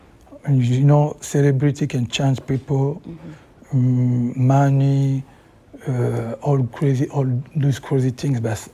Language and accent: English; Kinshasa, DR Congo; English is a second language; I never speak Swahili when I grew up in Kinshasa. I speak just Lingala, mm-hmm. a little bit French.